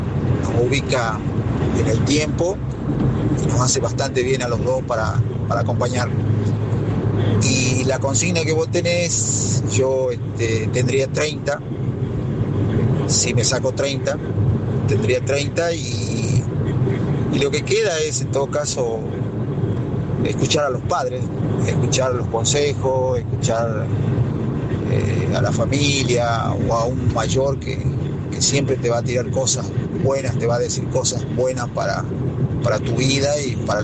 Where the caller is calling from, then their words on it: Palpalá, Jujuy, Argentina; allá en nuestro pago, allá en Jujuy, que es Palpalá